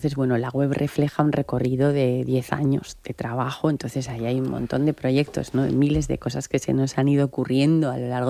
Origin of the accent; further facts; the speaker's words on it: Caspe, Aragon, Spain; also born or lived in Madrid; now in Torralba de Ribota, Spain; Yo crecí en Caspe, en medio del campo.